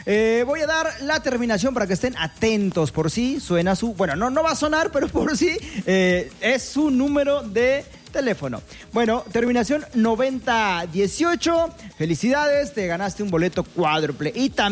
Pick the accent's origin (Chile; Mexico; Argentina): Mexico; sabemos que somos mexicanos y los árbitros son mexicanos